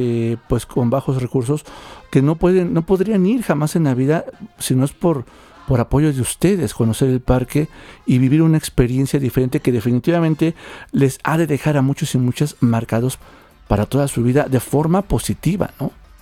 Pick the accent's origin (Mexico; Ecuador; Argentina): Mexico; en la que orgullosamente, siendo mexicana